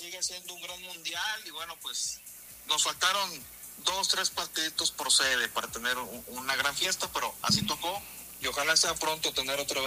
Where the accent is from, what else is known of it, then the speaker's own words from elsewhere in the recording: Monterrey, Nuevo León, Mexico; Como sede, pues soy regio